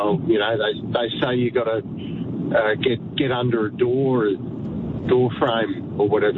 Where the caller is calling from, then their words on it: Victoria, Australia; Yeah, I'm from Leonard Gaffer.